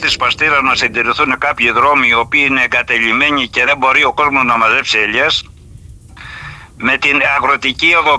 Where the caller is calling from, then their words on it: Agios Leontas, Ionian Islands, Greece; Στην περιοχή μου, στον Άγιο Λέοντα